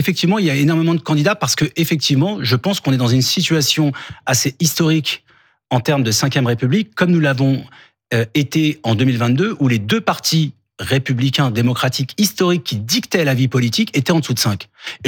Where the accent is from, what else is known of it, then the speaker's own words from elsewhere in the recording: France; je suis pas américain, je suis français.